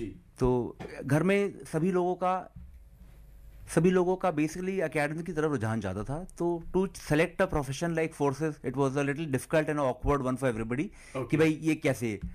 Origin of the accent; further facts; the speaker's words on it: Lucknow, Uttar Pradesh, India; जी, मैं मूलतः लखनऊ का रहने वाला हूँ